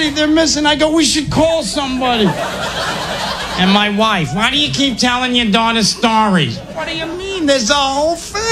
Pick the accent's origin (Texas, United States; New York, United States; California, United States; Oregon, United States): New York, United States; I'm from New York. Anything over 350, we stare.